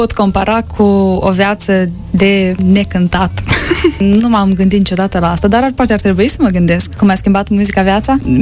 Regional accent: Strășeni, Strășeni District, Moldova; Eu am crescut în Strășeni, alături de părinți, de bunei, nu am istorii tragice cu plecare peste hotare sau ceva de genul.

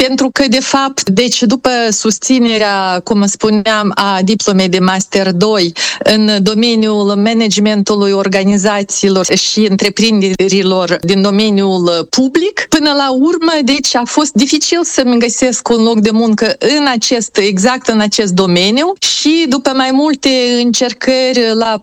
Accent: Moldova; now in France; ca moldovean

